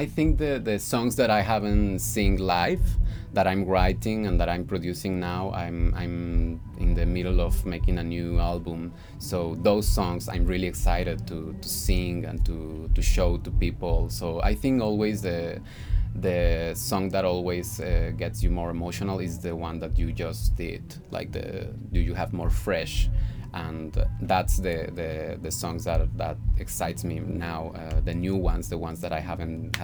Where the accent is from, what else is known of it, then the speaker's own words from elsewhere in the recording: Mexico; I have an issue with the first world countries, because you know I come from Mexico